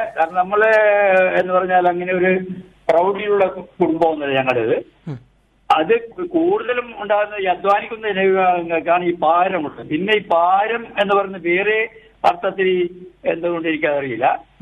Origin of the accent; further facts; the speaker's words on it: Purakkara, Kerala, India; born there; ഞാൻ കല്ലക്കേക്കലില് പുറാക്കര എന്നുള്ള ചേരിയില് കല്ലക്കേക്കൽ എന്ന വീട്ടിലാണ് ഞാൻ ജനിച്ചത്.